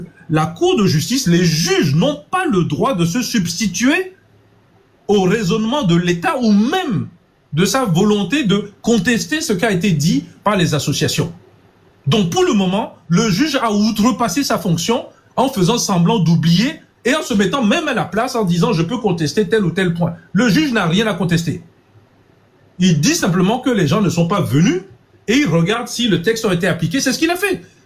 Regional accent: Togo; je suis noir, togolais, et je viens du Togo.

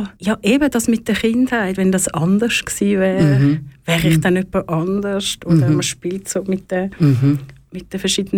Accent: Dübendorf, Zurich, Switzerland; Ich bin in Dübendorf aufgewachsen.

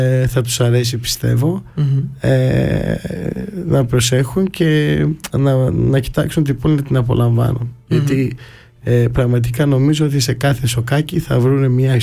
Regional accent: Istanbul, Turkey; Σαν Έλληνας της πόλης χαίρομαι σε αυτό

